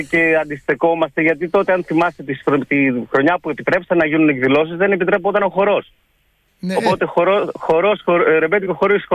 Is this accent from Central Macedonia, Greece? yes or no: no; Epirus, Greece; Υπήρχε ένας πυρήνας ανθρώπων που καταγόμαστε από τα πράγματα, από τα Τζουμέρκα. Και στο χωριό μου έχουμε τη χαρά να έχουμε τον Χαρίλο